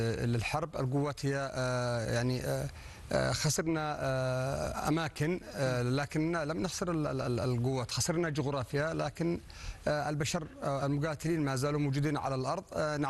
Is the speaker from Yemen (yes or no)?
yes; Yemen; نحن كيمنيين